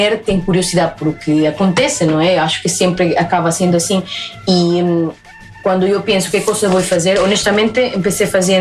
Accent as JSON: {"language": "Portuguese", "town": "Pucallpa", "region": "Ucayali", "country": "Peru", "second_language": "Portuguese"}